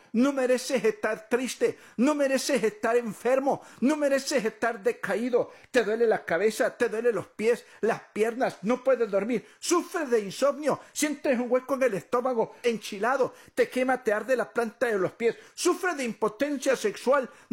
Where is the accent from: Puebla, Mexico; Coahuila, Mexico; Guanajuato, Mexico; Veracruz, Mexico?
Veracruz, Mexico; Catemaco; Soy de Catemaco, Veracruz. Allá mi comparito, el mero mero Veracruz. Allá estamos en Catemaco, desde la isla de los macacos. Allá en la montaña, mi comparito.